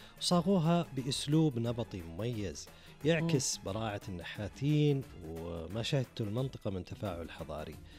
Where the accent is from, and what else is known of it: Saudi Arabia